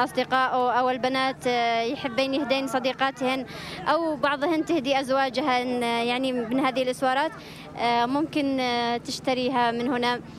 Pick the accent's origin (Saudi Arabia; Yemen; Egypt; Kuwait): Yemen; وضعنا كيمنيين